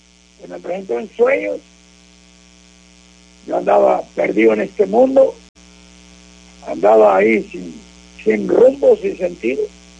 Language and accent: Spanish; Río Bravo, Tamaulipas, Mexico; yo soy del pueblo de Río Bravo. Yo viví en Río Bravo, en la enfrente de la plaza principal de Río Bravo. Ahí vivieron mis padres, ahí vivimos.